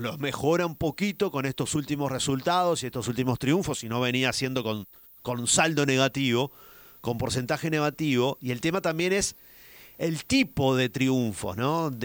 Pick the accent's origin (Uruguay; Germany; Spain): Uruguay